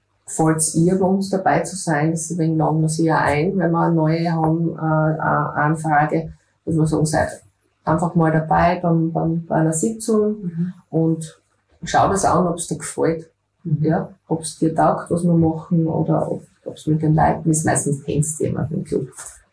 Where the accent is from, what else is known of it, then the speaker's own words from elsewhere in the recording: Graz, Styria, Austria; now in Fürstenfeld, Austria; ich bin jetzt als Grazer wieder retour. Also ich habe in Fürstenfeld dann gewohnt.